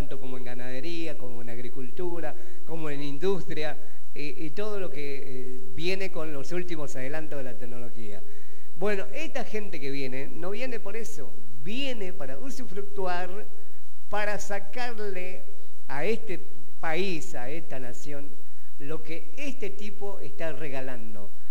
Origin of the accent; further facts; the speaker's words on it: Argentina; Como argentino yo lo tengo que decir